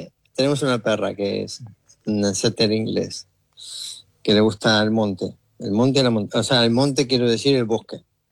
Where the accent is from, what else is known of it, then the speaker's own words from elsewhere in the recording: Chivilcoy, Buenos Aires Province, Argentina; sus papás vivían en Chivilcoy, y levanté la oreja porque no he encontrado en 24 años a nadie que sea de mi pueblo.